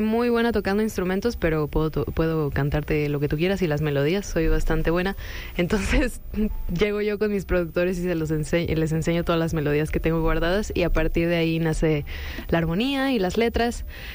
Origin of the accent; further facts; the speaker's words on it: Mexico City, Mexico; also born or lived in Cancún; Yo soy de la Ciudad de México. Ah, y mira, alguna vez viví en Cancún como por 10 años.